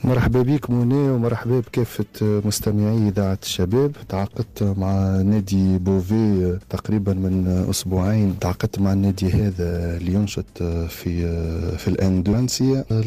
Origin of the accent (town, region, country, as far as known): Tunisia; moved away; also born or lived in United Arab Emirates